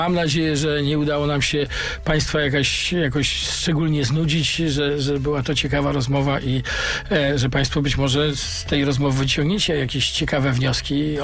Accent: Gdańsk, Pomeranian Voivodeship, Poland; moved away as an adult; also born or lived in Łódź; pochodzę z Gdańska i urodziłem się nad morzem, a mój ojciec był marynarzem

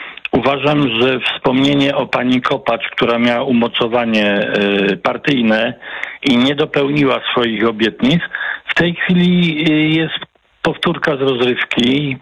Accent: Poznań, Greater Poland Voivodeship, Poland; Rodowity Poznaniak

